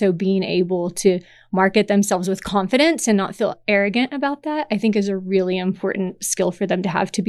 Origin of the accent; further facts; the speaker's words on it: Texas, United States; also born or lived in Oklahoma; now in Yosemite, United States; I'm a contemporary Western artist. I'm a painter. I am originally from Texas and Oklahoma, kind of both places, and currently live in Yosemite in California.